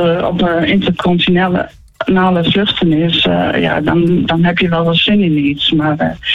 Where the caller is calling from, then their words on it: Groningen, Netherlands; ik woon heel dicht bij Meedhuizen.